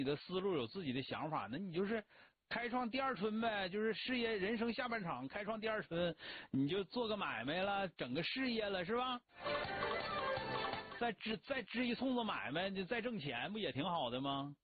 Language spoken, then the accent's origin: Chinese; Northeast China, China; 但速冻饺子咱们东北人不爱吃，太难吃了那玩意儿。